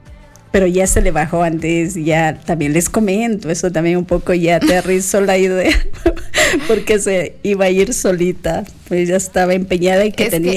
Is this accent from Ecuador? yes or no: yes; Sierra, Ecuador; pasas por el centro de la sierra, de donde es esta servidora de ustedes.